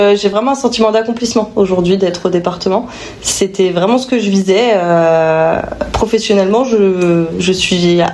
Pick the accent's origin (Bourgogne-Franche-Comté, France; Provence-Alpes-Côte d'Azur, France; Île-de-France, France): Bourgogne-Franche-Comté, France; Chalon-sur-Saône; Oui, moi je suis native de Chalon.